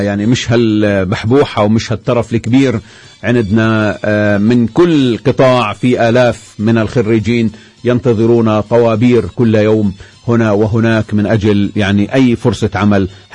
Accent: Palestine; إحنا كفلسطينيين

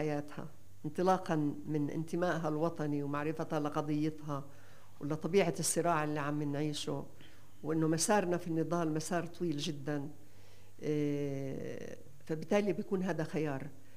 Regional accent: Nablus, West Bank, Palestine; also born or lived in Haifa; إحنا من نابلس بس هجرنا من حيفا لنابلس

